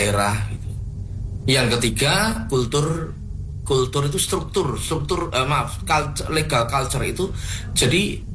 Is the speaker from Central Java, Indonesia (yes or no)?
yes; Surakarta, Central Java, Indonesia; born or raised there